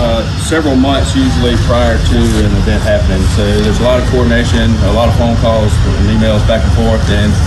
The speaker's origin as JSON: {"language": "English", "town": "Brandon", "region": "Mississippi", "country": "United States", "said": "I'm from Brandon, Mississippi."}